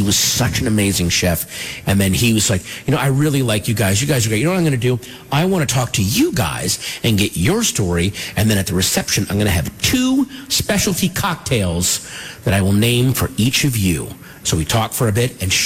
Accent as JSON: {"language": "English", "town": "Sterling", "region": "Virginia", "country": "United States", "tie": "born or raised there", "said": "And the other one was called the Sterling because I grew up in Sterling, Virginia."}